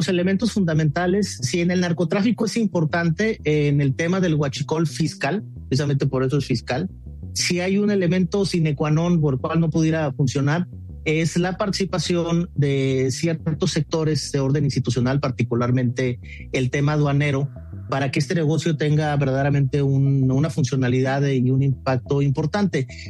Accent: Baja California, Mexico; Obviamente, pues soy de Baja California

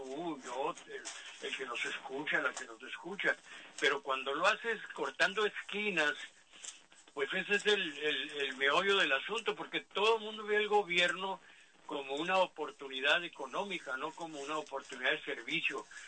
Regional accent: Mexicali, Baja California, Mexico; ahí por la Madero, ahí donde nací y crecí

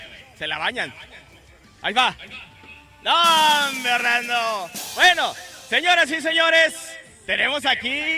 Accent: Mexico; yo soy bien mexicano y todo el año

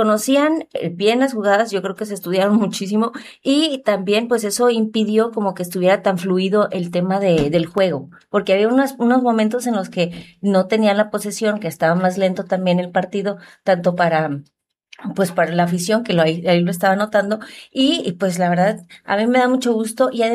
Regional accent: Mexico; cómo somos los mexicanos

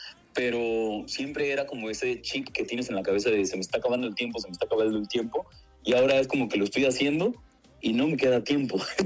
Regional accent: Venezuela; also born or lived in Panama; now in United States; Bueno, salí de Venezuela en el 2015. Tengo casi 13 años ya fuera de Venezuela y me he radicado, duré 7 años en Panamá, pero estoy aquí radicado en Estados Unidos

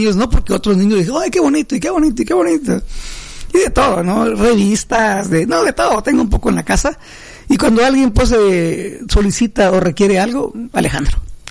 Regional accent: Tuxtla Gutiérrez, Chiapas, Mexico; yo me acuerdo que de chamaco aquí en Tuxtla y en Chiapa de Corzo, porque en Chiapa de Corzo vivía mi abuela paterna

